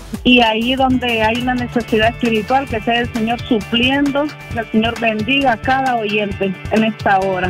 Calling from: Louisiana, United States; Estamos escuchando la radio de aquí de Boston City, Luisiana.

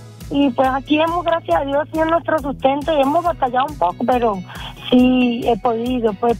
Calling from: Venezuela; moved away; Yo soy de Venezuela.

